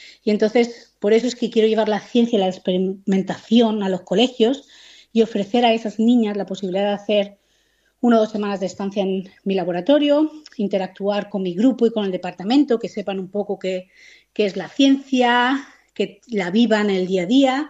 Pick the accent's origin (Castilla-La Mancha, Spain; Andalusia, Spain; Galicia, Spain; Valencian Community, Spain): Valencian Community, Spain; Guardamar del Segura; moved away; Pues Guardamar es mi pueblo querido y precioso